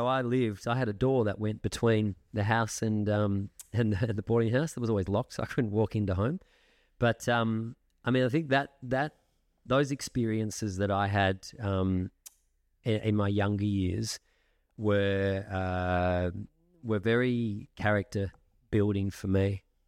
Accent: Geelong, Victoria, Australia; I actually grew up here in the house just over the way there on the oval. So I was born in Geelong

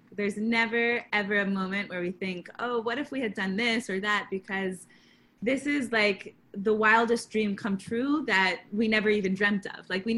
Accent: Delaware, United States; So I'm actually from Delaware originally. This is where I grew up.

